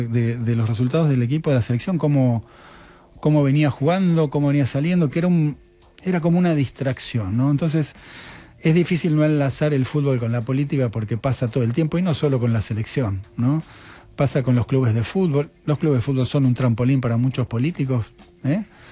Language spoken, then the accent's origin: Spanish; Argentina; somos Argentina